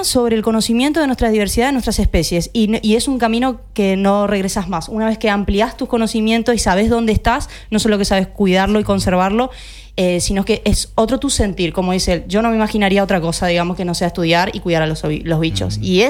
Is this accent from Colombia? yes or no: no; Corrientes, Argentina; por más que yo sea de Corrientes